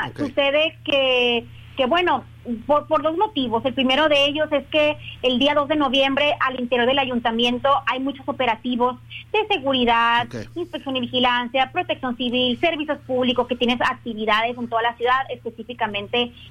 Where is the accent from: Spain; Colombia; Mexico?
Mexico; nuestra identidad como mexicanos